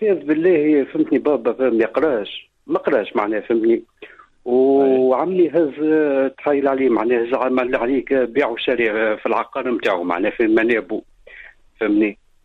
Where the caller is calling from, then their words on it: Béja, Tunisia; من البيجه.